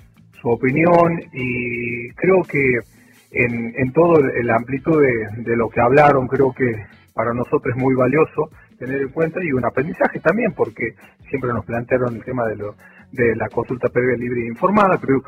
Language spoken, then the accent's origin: Spanish; Santa Victoria, Salta, Argentina; soy de Santa Victoria, represento a esa comunidad, vivo allá.